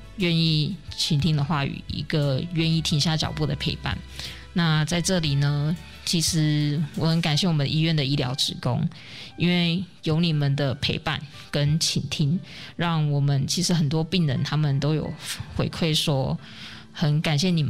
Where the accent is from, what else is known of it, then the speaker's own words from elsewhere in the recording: Taichung, Taiwan; 那我今天呢想要跟大家分享一个我在病房的小故事。